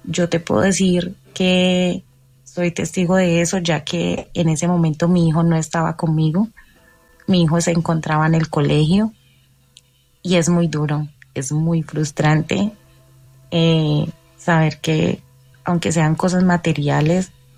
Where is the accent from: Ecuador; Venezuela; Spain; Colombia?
Colombia; Palmira, Valle del Cauca; now in Pereira, Colombia; tengo familia en Palmira, yo soy de Palmira, pero vivo hace mucho tiempo aquí en Pereira